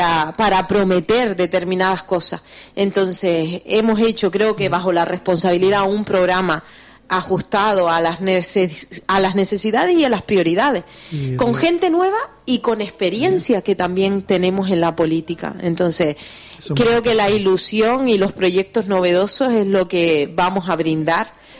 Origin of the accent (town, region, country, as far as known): Ingenio, Canary Islands, Spain